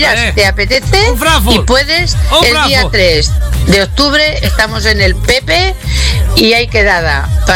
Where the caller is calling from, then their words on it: Sabadell, Catalonia, Spain; de Sabadell.